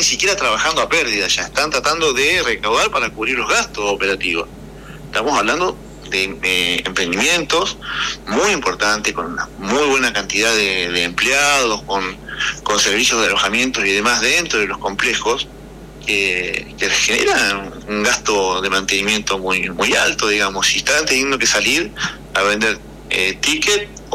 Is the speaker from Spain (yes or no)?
no; Argentina; Eso lo sabemos todos, somos argentinos, así que sabemos cómo nos comportamos